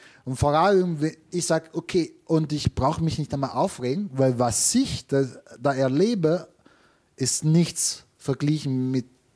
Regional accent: Italy; German is a second language; moved away; Aber ich bin Italiener, io sono stato in Italien.

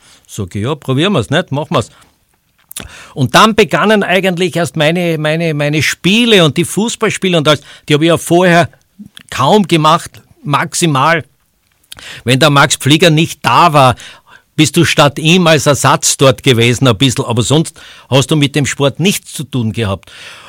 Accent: Styria, Austria

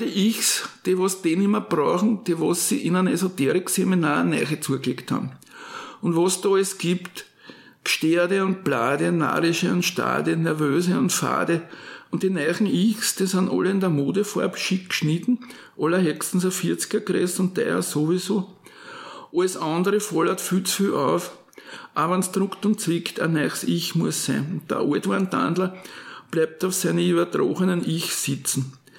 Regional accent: Burgenland, Austria; moved away; ich bin im Burgenland aufgewachsen, also ich habe damals einen ganz anderen Dialekt geredet als heute

